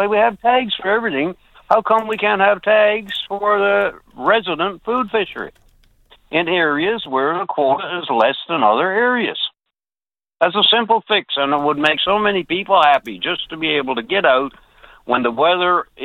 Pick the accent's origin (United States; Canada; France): Canada; Newfoundland and Labrador; I'm also from the South Coast here in Newfoundland.